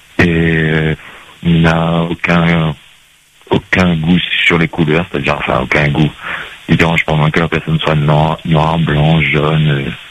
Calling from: Saint-Pierre, Réunion; je suis de Saint-Pierre.

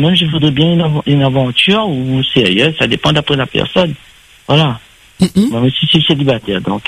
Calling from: the West, Réunion; je suis dans l'Ouest.

